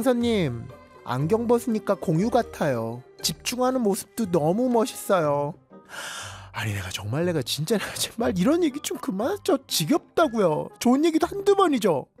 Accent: Seoul, South Korea; 서울 사람이라서 제가 또 서울 그 또 8학군 출신이라

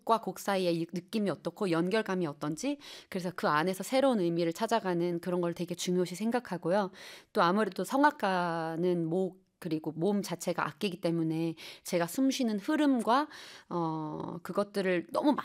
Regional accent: South Korea; 우린 한국인이니까

